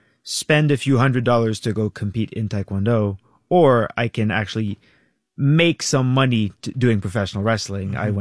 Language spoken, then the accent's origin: English; Laval, Quebec, Canada; So I'm from Laval